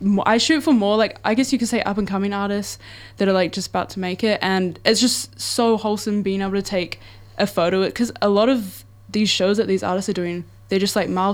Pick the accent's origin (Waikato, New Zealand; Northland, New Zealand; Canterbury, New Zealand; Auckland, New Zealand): Northland, New Zealand; Mangawhai; I'm from Mungify